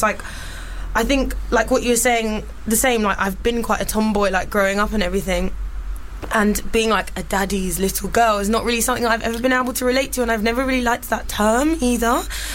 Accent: United Kingdom; also born or lived in United States; I was born in America, but I grew up here and lived here like from like 3 years old.

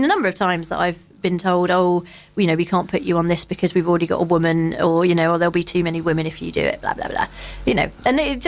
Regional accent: London, United Kingdom; born there; I was born in London, yes.

